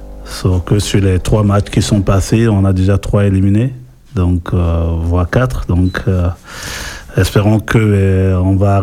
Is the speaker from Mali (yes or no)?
no; France; Sans oublier qu'on est français, ah, donc oui. En parlant d'être français, moi je supporte bien la France